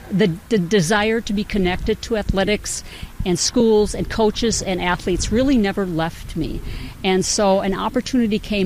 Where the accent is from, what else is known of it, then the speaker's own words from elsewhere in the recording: New Ulm, Minnesota, United States; I grew up in New Ulm, great town to grow up on, and from early on, I was involved in athletics.